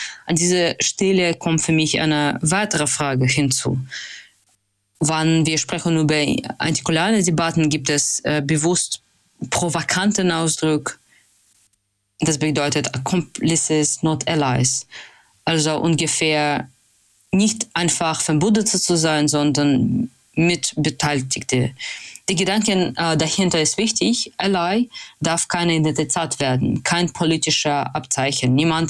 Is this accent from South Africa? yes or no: no; Russia; German is a second language; Und ich komme aus Russland, dieser Staat vertritt nicht automatisch meine Interesse